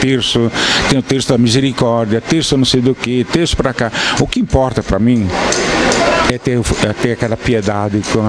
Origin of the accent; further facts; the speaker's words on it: Rio Tigre, Brazil; moved away; É, eu sou natural aqui de Rio Tigre e já faz tempo, né? Desde 1948, né? E eu nasci, me criei, entrei para o seminário quando estava aqui em Rio Tigre ainda, faz muito tempo.